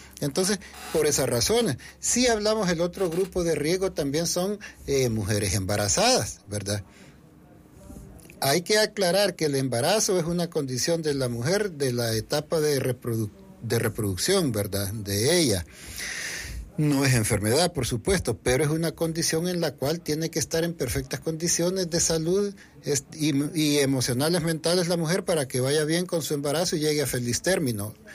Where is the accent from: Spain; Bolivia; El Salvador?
El Salvador; nosotros como sociedad, digamos, acá salvadoreña